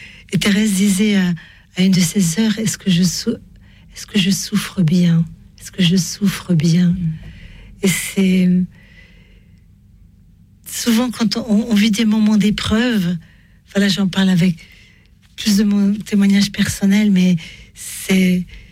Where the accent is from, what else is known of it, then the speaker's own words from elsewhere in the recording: France; Enfin, je suis française aussi, mais.